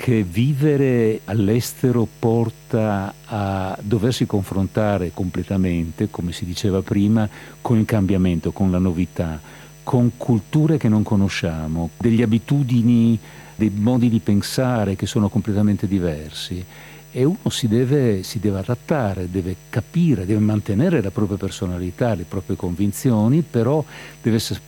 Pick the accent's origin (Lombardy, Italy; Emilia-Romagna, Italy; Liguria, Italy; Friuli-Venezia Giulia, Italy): Friuli-Venezia Giulia, Italy; Trieste; also born or lived in Brazil; io sono, diciamo, di origini triestine, nel senso che sono triestino di per sangue e per formazione. I miei si sono trasferiti nel Brasile nel 48, 1948, la prima ondata di emigrazione post-bellica per quanto riguarda la città di Trieste, e sono tornati nel 59